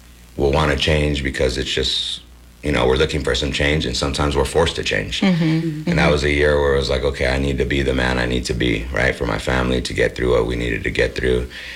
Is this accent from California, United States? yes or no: yes; Gilroy, California, United States; moved away; grew up in Gilroy. That's where I was yesterday, and back in my hometown.